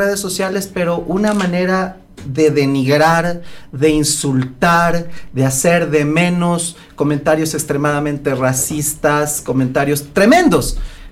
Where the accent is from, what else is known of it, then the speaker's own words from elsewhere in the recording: Ecuador; seguimos siendo ecuatorianos.